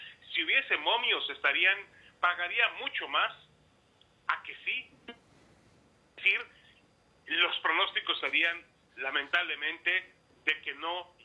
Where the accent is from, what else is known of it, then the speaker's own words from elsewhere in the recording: Mexico; Pero yo creo que a Márquez vamos, como somos los mexicanos, vamos a empezar a medirlo